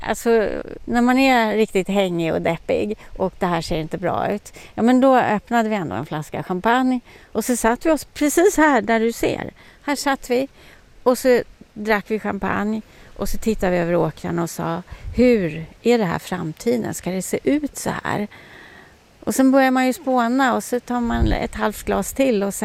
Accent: Stockholm, Stockholm County, Sweden; moved away; Men jag är från Stockholm.

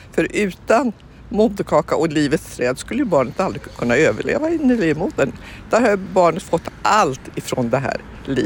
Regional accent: Ångermanland, Sweden; born there; moved away; Eftersom jag är född i norra Ångermanland och där björkarna var, ja, det var så självklart.

